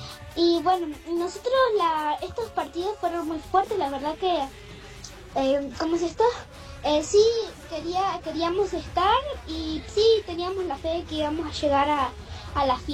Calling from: Argentina; no somos argentinos si no sufrimos.

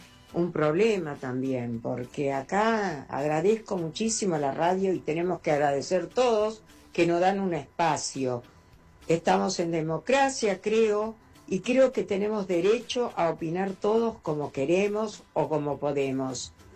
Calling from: Don Torcuato, Buenos Aires Province, Argentina; nuevamente … Don Torcuato

